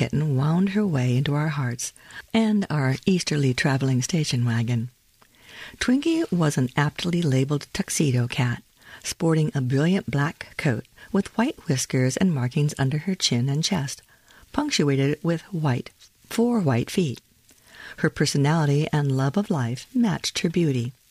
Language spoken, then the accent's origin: English; New York City, New York, United States; also born or lived in Oregon; Although I was born in Oregon, my family spent 5 of my formative years in New York City, where my father attended university.